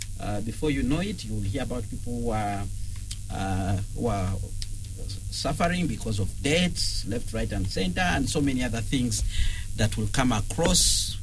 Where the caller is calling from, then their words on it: Entebbe, Central Region, Uganda; That's how I'm listening in from Entebbe.